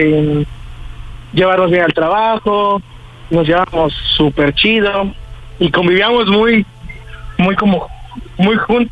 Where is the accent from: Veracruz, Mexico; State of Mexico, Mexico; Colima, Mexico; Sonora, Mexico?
State of Mexico, Mexico; Ixtapaluca; Hola, soy de Ixtapaluca, en el Estado de México, y tengo 26 años.